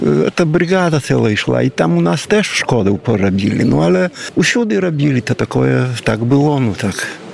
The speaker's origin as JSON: {"language": "Polish", "town": "Kuźnica Białostocka", "region": "Podlaskie Voivodeship", "country": "Poland", "said": "Nie, ja sam z Kuźnicy Białostockiej. Żona moja z Topolan."}